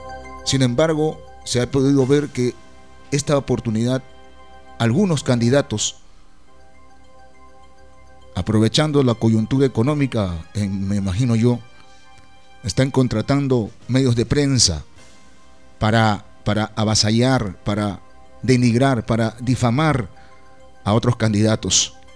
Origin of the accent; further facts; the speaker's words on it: Mazamari, Junín, Peru; Muchos me conocen, en realidad no es la primera vez, ya nosotros somos mazamarinos, por decirlo así, somos del Perú. Mazamari es una casa más, es un pueblo pujante en realidad